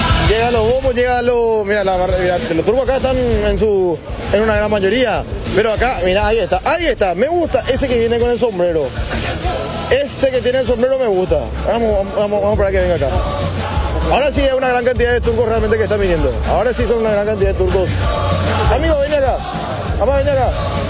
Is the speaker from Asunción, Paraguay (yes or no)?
no; Itá, Central, Paraguay; Yo soy de Ita.